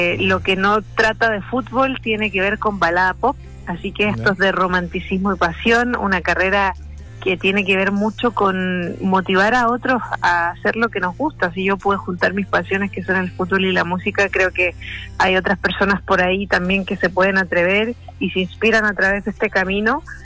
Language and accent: Spanish; Santiago, Santiago Metropolitan Region, Chile; Soy de Santiago. Bueno. Toda mi vida he vivido por acá.